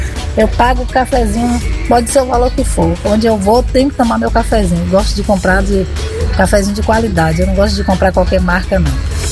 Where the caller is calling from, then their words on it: Bahia, Brazil; Eu sou baiana, mas não gosto de pimenta. … de São Cristóvão.